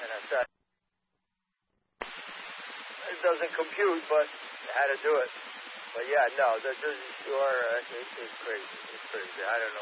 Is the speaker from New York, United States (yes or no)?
yes; Brooklyn, New York, United States; Listen, I grew up in Brooklyn, and I remember back in the day when these guys would sell this stuff off the back of their trucks and vans and so on.